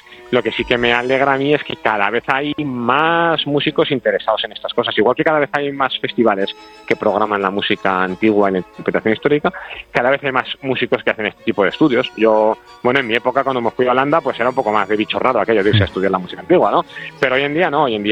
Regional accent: Bilbao, Basque Country, Spain; como soy de Bilbao y Arriaga en Bilbao siempre ha sido la figura así más llamativa musical

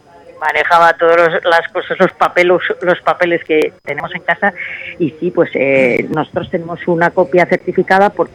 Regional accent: Peralta, Navarre, Spain; Bueno, yo soy de Peralta, de pueblo de Navarra

